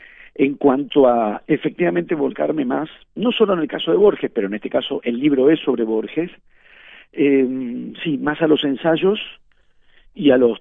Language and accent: Spanish; Buenos Aires, Argentina; los que somos de Buenos Aires